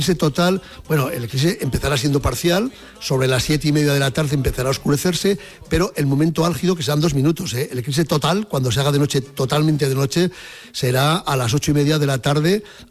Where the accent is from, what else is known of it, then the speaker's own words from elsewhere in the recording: Daroca, Aragon, Spain; pasa por Daroca, que es mi ciudad natal, y por tanto es el lugar central.